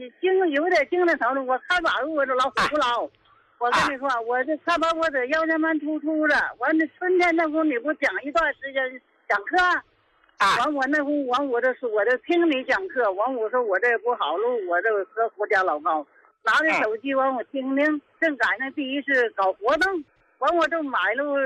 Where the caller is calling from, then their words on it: Qingdao, Shandong, China; 我是青岛的。